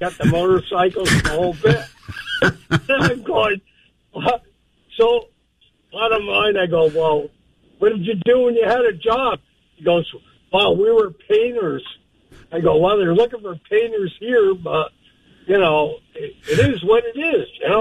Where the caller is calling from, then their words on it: Burlington, Massachusetts, United States; Howie, I was retired, and I got a part-time job. I'm calling from Burlington.